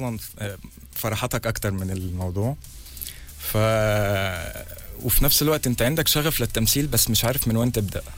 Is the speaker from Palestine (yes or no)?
yes; Palestine; now in Egypt; فانا بتعامل مصري مع الناس في البيت انا فلسطيني كأني عايش في غزة بالضبط